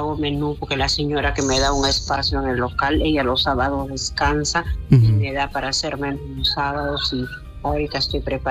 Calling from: Ventanilla, Callao, Peru; Llamo desde Ventanilla.

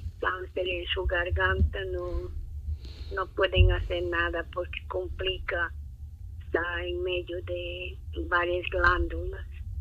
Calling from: Pucallpa, Ucayali, Peru; Estoy llamando de Pucallpa

